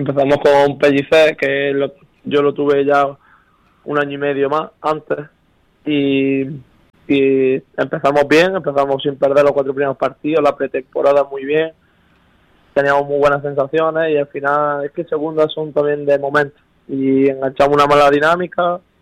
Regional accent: Albuñol, Andalusia, Spain; moved away; haber tenido mi infancia y mi juventud en Albuñol

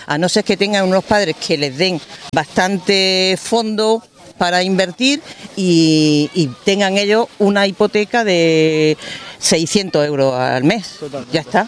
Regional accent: Granada, Andalusia, Spain; also born or lived in Salobreña; Yo soy de Granada. Sí, bueno, mitad Granada, mitad Salobreña.

